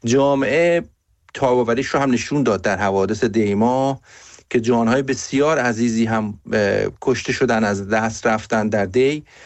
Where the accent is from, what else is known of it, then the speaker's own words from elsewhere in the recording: Iran; به عنوان یک ایرانی